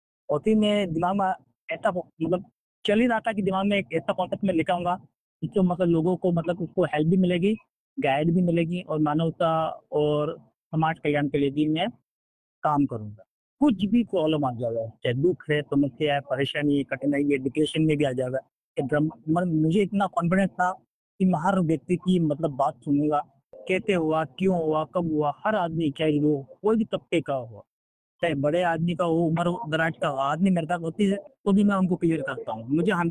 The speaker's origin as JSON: {"language": "Hindi", "region": "Rajasthan", "country": "India", "moved": "yes", "lives_now": "Mumbai, India", "said": "और मैं राजस्थान का रहने वाला हूँ। सर जी, मैं राजस्थान का रहने वाला हूँ"}